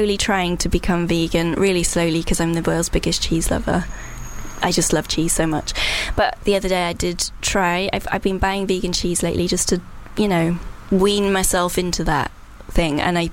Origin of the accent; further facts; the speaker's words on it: Wales, United Kingdom; being Welsh makes you probably slightly happier because, as Kara said, every day we thank the Lord we're Welsh.